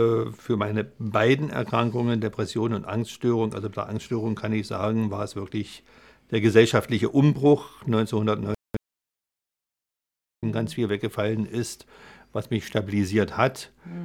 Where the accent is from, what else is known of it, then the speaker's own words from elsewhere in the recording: East Germany, Germany; ich bin ja ein Kind des Ostens und im Osten groß geworden